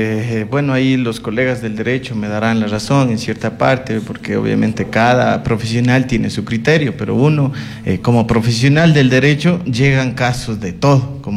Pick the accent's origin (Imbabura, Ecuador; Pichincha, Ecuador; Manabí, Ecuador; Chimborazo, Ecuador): Chimborazo, Ecuador; Cajabamba; yo soy oriundo allá de Cajabamba, toda mi vida he vivido allá